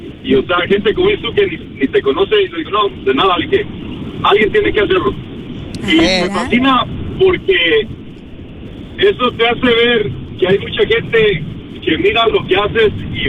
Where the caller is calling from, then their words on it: Los Angeles, California, United States; De aquí de Sherman Oaks.